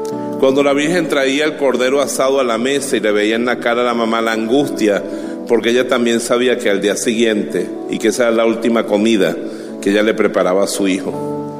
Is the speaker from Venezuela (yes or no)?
yes; Bejuma, Carabobo, Venezuela; born or raised there